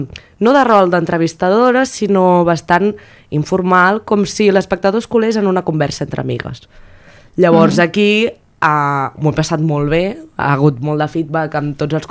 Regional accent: Catalonia, Spain; sóc del Maresme lliure i tropical

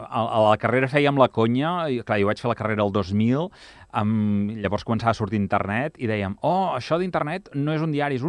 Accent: Igualada, Catalonia, Spain; jo sóc d'Igualada

